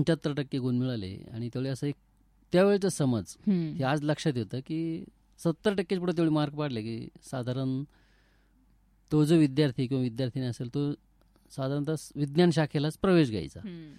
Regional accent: Bhingar, Maharashtra, India; माझं बालपण भिंगारमध्ये गेलं आणि अत्यंत छानशा वातावरणामध्ये गेलं. मंदिर, राम मंदिर, विठ्ठल मंदिर, अशा ह्या वातावरणामध्ये भजनाचे स्वर ऐकू यायचे

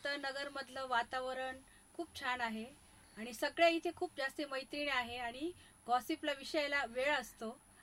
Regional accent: Nashik, Maharashtra, India; moved away as an adult; now in Ahilyanagar, India; माझं माहेर नाशिक आहे आणि सासर अहिल्यानगर. तर इथे येऊन मला 31 वर्ष झाले. 31 वर्षापूर्वी मी नाशिकला होते आणि आता इथे आहे.

